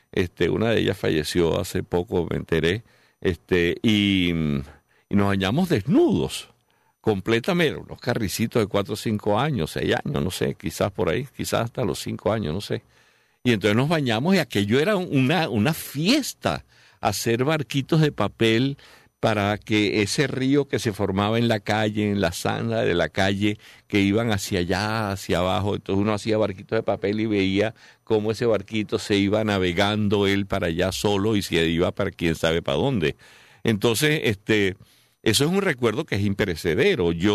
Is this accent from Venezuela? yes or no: yes; Calabozo, Guárico, Venezuela; yo soy de Guárico, de Calabozo, del estado de Guárico.